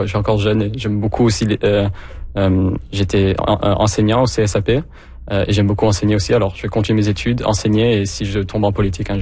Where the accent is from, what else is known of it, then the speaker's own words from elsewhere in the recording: Halifax, Nova Scotia, Canada; je viens d'Halifax, je suis né à Halifax, j'ai fait mon école à Halifax, et j'aime beaucoup beaucoup la Nouvelle-Écosse